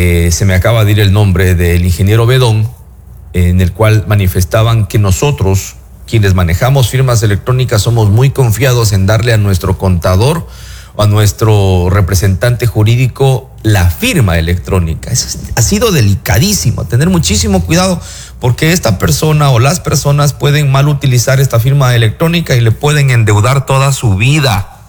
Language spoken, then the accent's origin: Spanish; Santo Domingo de los Tsáchilas, Ecuador; de donde yo vengo, la Florida del Toachi, Las Mercedes, todo ese sector es cafetero.